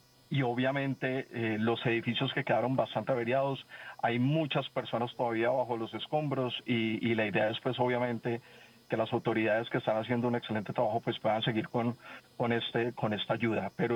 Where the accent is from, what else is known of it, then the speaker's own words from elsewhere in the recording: Pereira, Risaralda, Colombia; born there; lo viví aquí en Pereira, yo nací aquí en Pereira